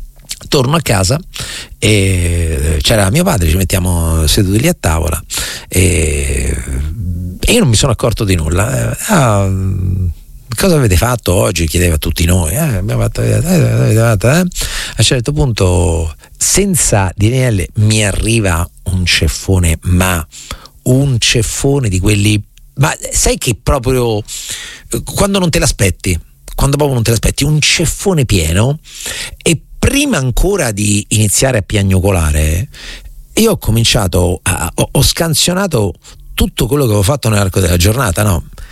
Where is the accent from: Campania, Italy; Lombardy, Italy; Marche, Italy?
Marche, Italy; Recanati; born there